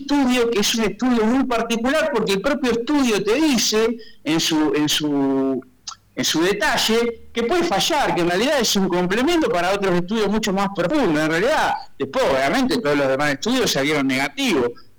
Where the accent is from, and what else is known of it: Argentina